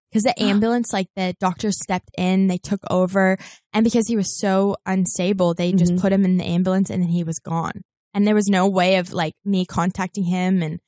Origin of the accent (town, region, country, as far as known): New Zealand; born or raised there; moved away as an adult; now in Los Angeles, United States